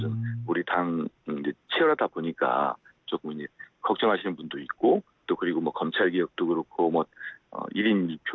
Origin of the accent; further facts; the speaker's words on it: North Jeolla, South Korea; moved away; 제 고향이 전북이니까요.